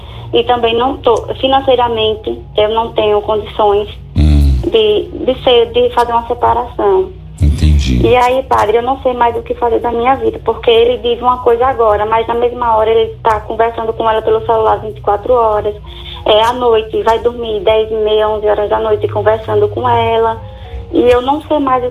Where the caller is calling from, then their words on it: Sergipe, Brazil; Eu falo de Sergipe.